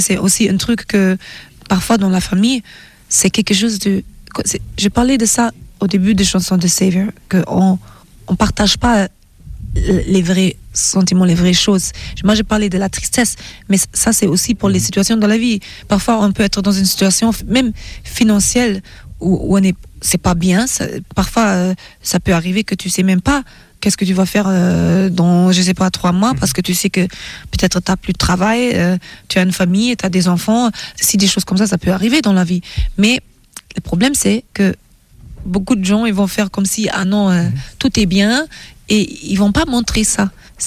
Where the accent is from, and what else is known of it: Germany; born or raised there